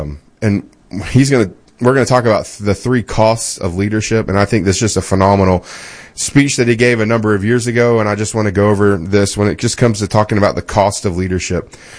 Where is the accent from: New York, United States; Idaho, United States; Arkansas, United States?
Arkansas, United States; Little Rock; And just in full disclosure, I grew up in Little Rock, Arkansas.